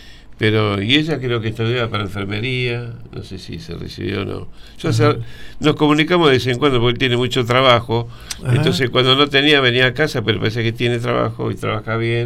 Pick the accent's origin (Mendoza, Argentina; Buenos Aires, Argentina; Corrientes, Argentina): Buenos Aires, Argentina; born there; Yo también, en la paterna.